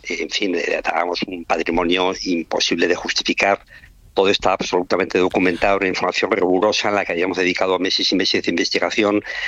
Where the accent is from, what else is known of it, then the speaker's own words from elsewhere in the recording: Pamplona, Navarre, Spain; el piso en el que vivía en Pamplona, muy cerca al Colegio de Jesuitas, donde yo había estudiado, yo soy de Pamplona.